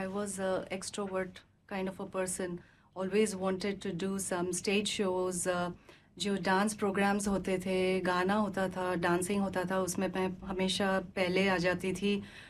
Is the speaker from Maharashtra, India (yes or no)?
yes; Mumbai, Maharashtra, India; moved away as an adult; also born or lived in Mangalore / Dubai; now in New Zealand; मैं मैंगलोर से हूँ, बॉर्न और रेज्ड हुई हूँ मुंबई में. सो मेरा पूरा लाइफ जो 20 साल का था वो मुंबई में था, और फिर 17 साल दुबई में, और 8 साल न्यूजीलैंड में हो चुका है.